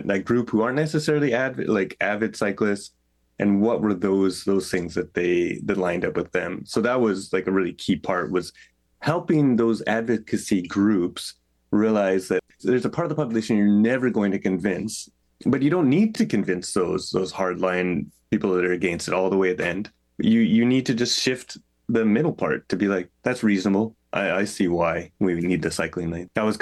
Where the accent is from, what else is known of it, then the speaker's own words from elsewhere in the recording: Saskatoon, Saskatchewan, Canada; places like my hometown, Saskatoon, Saskatchewan